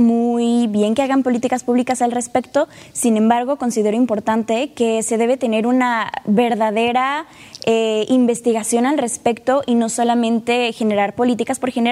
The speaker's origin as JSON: {"language": "Spanish", "town": "Tantoyuca", "region": "Veracruz", "country": "Mexico", "tie": "born or raised there", "said": "Tantoyuca, mi pueblo, es muy diferente a la ciudad."}